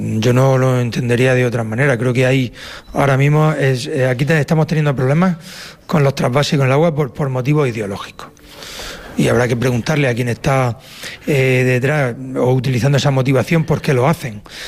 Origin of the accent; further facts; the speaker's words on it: Spain; somos españoles, somos tan españoles aquí como los de Santander, o como los de Burgos, o como los de Cádiz, o como los de Barcelona.